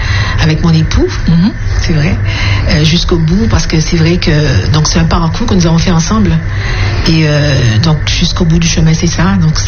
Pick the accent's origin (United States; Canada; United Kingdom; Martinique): Martinique; je suis martiniquaise